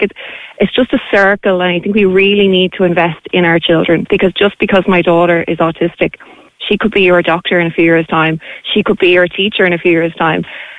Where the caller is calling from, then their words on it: Ireland; Obviously, as an Irish citizen